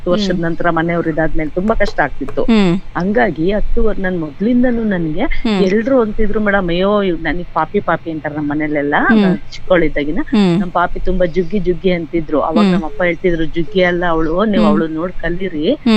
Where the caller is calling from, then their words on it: Neralagundi, Karnataka, India; ನಮ್ಮ ಊರ ಹೆಸರು ಹಂಗೆ ಇದೆ, ಊರಲ್ಲೂ ನೇರಳೆ ಮರ ಇದೆ. ಅದೇನಾ ಊರೇ ವಿಶೇಷವಾಗಿದೆ ಮೇಡಮ್, ತುಂಬಾ ಹಳ್ಳಿ ಗುಡ್ಡಗಾಡು ಮತ್ತೆ ಊರುಗಳೆಲ್ಲ ತುಂಬಾ ಸಣ್ಣ ಸಣ್ಣ ಹೊಂಡ ಏನೋ ಅಂತೀವಲ್ಲ ಜರಿ ತರ ಹಳ್ಳ ಕೊಳ್ಳಗಳು, ಅದೇನೋ ಊರು ಸುತ್ತ